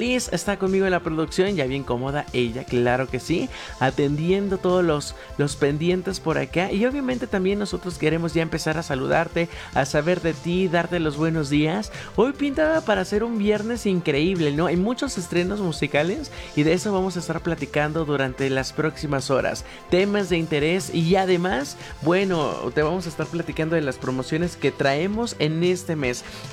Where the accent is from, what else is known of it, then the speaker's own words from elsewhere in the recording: Mexico; Y hoy hay algo que nos distingue como mexicanos, ¿no?